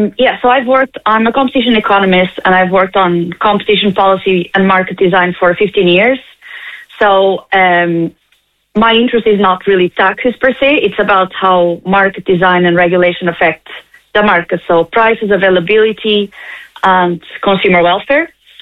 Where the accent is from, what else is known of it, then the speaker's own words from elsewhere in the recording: Lisbon, Portugal; now in Dublin, Ireland; So I am from Lisbon, which is why I know the market well.